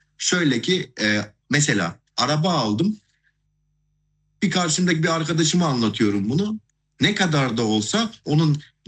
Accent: Azerbaijan; now in Ankara, Turkey; Evet, ben Azerbaycanlıyım. Neredeyse 15 senedir Türkiye'de yaşıyorum.

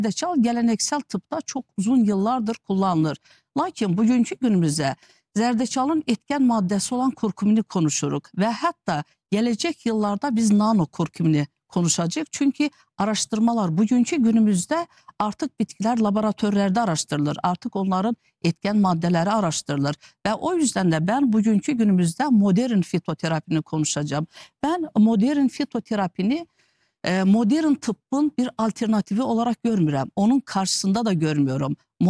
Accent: Azerbaijan; now in Turkey; Ben Azerbaycanlıyım ama Türkiye'deyim. Türkiye Cumhuriyeti vatandaşıyım.

